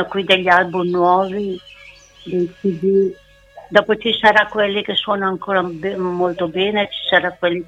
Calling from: Lombardy, Italy; non vorrei dire il paese, ma è sul bresciano.

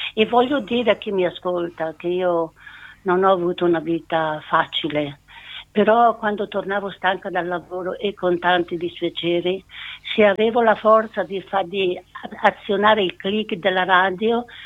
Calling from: Brescia, Lombardy, Italy; Dalla Brescia periferia.

